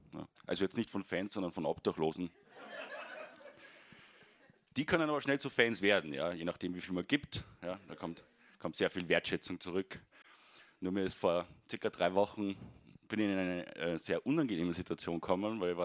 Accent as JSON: {"language": "German", "region": "Salzburg", "country": "Austria", "moved": "as an adult", "lives_now": "Vienna, Austria"}